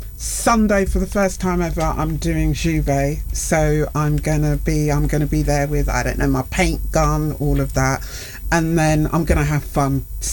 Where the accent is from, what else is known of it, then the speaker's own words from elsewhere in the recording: London, United Kingdom; I'm from North London.